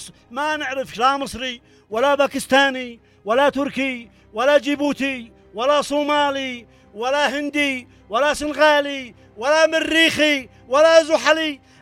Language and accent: Arabic; Yemen; احنا يمنيين